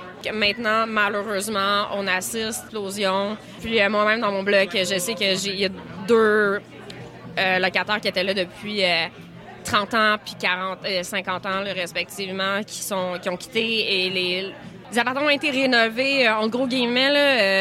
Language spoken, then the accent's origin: French; Montreal, Quebec, Canada; Mais moi, je suis de Ville-et-Mort et je parle majoritairement de Ville-et-Mort.